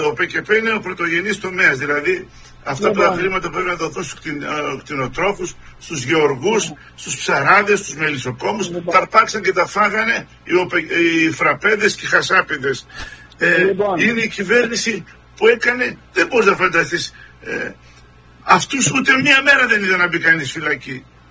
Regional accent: Izmir, İzmir, Turkey; Εγώ είμαι από τη Σμύρνη. Η καταγωγή μου είναι από τη Σμύρνη.

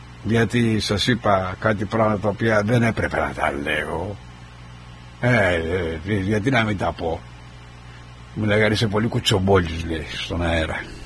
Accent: Argostoli, Ionian Islands, Greece; εγώ είμαι και πάρα πολύ χαρούμενος που είμαι Κεφαλονίτης, Αργοστολιώτης

